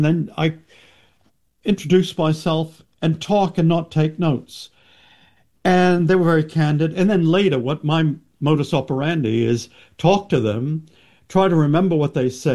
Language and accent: English; Massachusetts, United States; I'm from Massachusetts. I'm a Yankee.